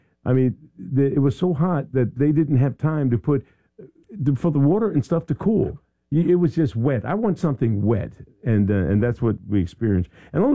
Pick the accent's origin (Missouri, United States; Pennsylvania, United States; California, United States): Pennsylvania, United States; Philadelphia; moved away; also born or lived in Dayton, Ohio; But I'm from Philadelphia.